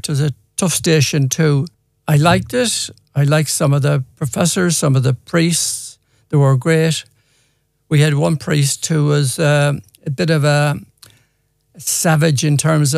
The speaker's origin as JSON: {"language": "English", "town": "Ballina", "region": "Connacht", "country": "Ireland", "tie": "born or raised there", "said": "I grew up in Arbuckleroe in Ballina, which is right beside the River Moy"}